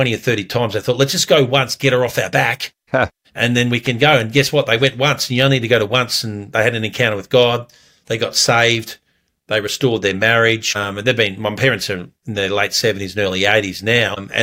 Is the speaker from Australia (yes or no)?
yes; Melbourne, Victoria, Australia; I was born in Victoria, the eastern suburbs of Melbourne. And when I was about five, my parents became born-again believers, followers of Christ.